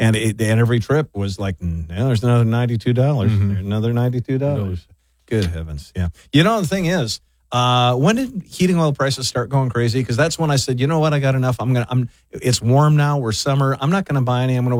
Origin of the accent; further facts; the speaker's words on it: Minnesota, United States; born there; now in Alaska, United States; My home state of Minnesota